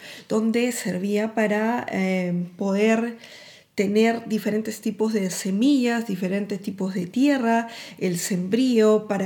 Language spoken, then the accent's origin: Spanish; Peru; de nuestra experiencia como peruanos que hemos tenido